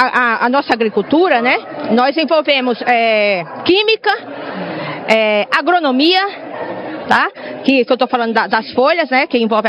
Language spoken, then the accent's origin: Portuguese; Paraíba, Brazil; minha grande Paraíba, minha Paraíba, te amo de verdade, sou nordestina!